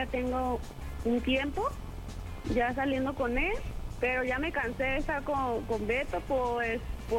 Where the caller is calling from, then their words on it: Guadalajara, Jalisco, Mexico; De Guadalajara.